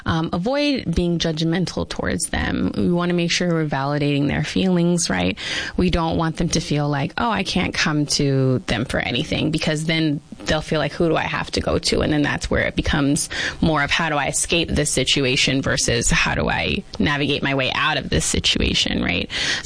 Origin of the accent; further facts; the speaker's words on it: South Carolina, United States; born there; now in Yuma, United States; I was born in South Carolina.